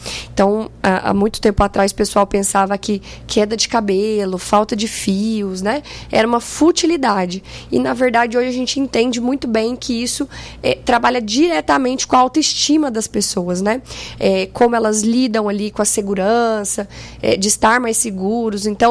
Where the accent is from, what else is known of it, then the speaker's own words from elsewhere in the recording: Goiás, Brazil; now in Bebedouro, Brazil; Olha, eu sou do estado que é o coração do Brasil. Eu sou de Goiás, sou goiana.